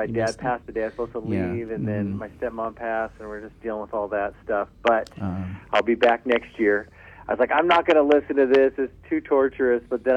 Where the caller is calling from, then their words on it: Portland, Oregon, United States; calling you, here from Portland, Oregon.